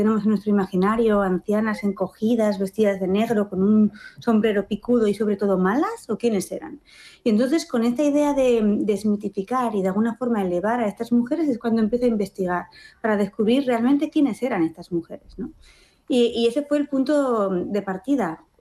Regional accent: Basque Country, Spain; Yo como vasca, pues hemos crecido, yo creo que se puede sentir identificada mucha gente vasca, ¿no? Muy vinculada con el bosque, con la bruja.

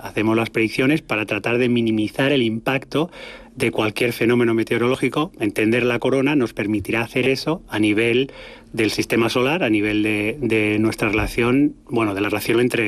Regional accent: Terrassa, Catalonia, Spain; con mi gente aquí en mi casa, en mi país

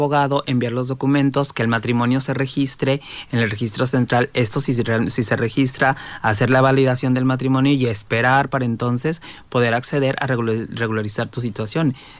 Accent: Mexico; moved away as an adult; now in Spain

